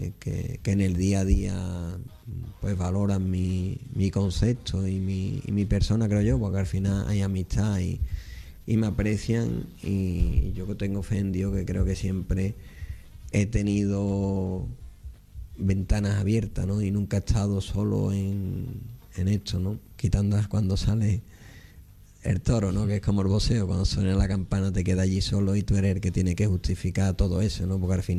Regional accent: Seville, Andalusia, Spain; soy de Sevilla, mi padre nació en Vejez de la Frontera y tengo aquí mucha familia

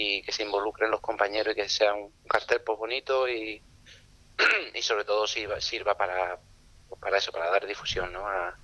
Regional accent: Andalusia, Spain; mandar un abrazo a todos los aficionados de la provincia de Cádiz, que es mi tierra, que es maravillosa, de la isla, de Chiclana y de toda aquella zona.

